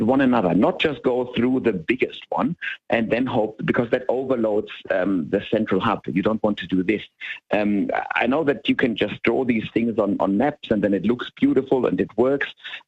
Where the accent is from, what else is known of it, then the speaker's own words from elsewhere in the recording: Germany; now in Australia; You can be optimistic about, you can't even be optimistic about my home country of Germany, where we've seen the economy shrink, population decline.